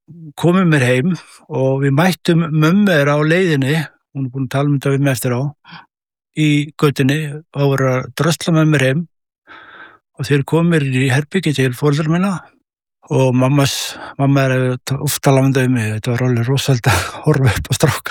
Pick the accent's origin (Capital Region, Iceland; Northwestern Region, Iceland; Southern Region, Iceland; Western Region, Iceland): Southern Region, Iceland; Hveragerði; Ég frá Hveragerði, uppalinn þar, Hveragerðingur, og bjó mína skólagöngu í Hveragerði